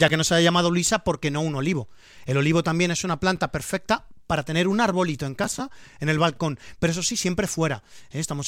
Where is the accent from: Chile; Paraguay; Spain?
Spain; Valencian Community; yo a ti te voy a recomendar como buen valenciano el kumquat.